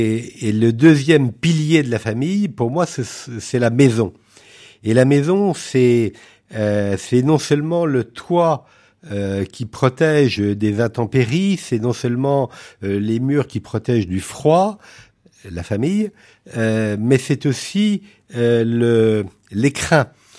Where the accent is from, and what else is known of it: Brittany, France; born or raised there; now in Vendée, France